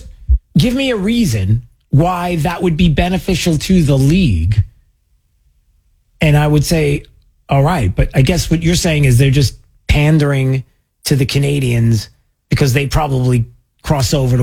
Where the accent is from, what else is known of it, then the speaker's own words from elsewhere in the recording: Brooklyn, New York, United States; also born or lived in Long Island; I grew up in New York and, you know, living in Brooklyn and Long Island.